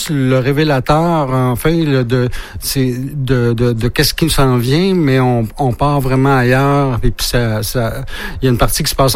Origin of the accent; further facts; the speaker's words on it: Quebec, Canada; ça nous dépayse un peu là en tant que Gaspésien.